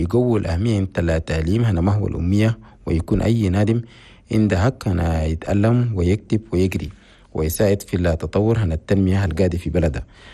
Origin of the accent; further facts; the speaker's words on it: Chad; وفي أثناء الملمة دي كان بلدنا تشاد اتأسفت بشديد للنزاع القائد في دولة السودان